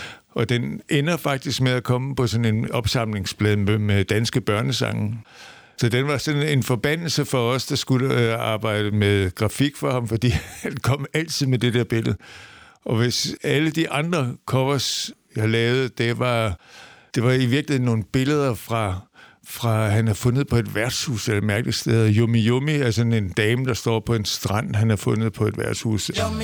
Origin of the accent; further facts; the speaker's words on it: Kerteminde, Region of Southern Denmark, Denmark; Han boede i Kerteminde, hvor jeg kommer fra, og arbejder som blikkenslærer.